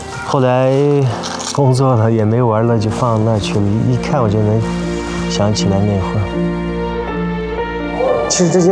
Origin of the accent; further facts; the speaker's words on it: Xinjiang, China; 我少数民族，我来自中国西部，然后他们说是新疆，我说是啊。